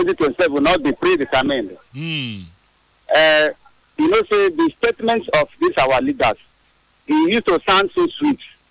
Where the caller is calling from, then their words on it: Port Harcourt, Rivers, Nigeria; I'm calling from Port Harcourt.